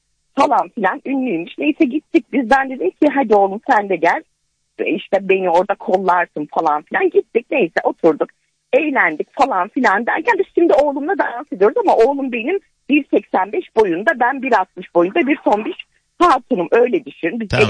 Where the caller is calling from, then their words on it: Konya, Turkey; Konya'dan arıyorum.